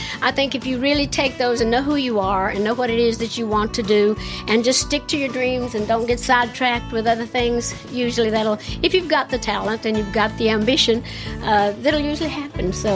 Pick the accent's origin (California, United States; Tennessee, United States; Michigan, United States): Tennessee, United States; I grew up in the mud. My daddy was a farmer. I grew up in East Tennessee over in America, so that was how we made our living on a farm.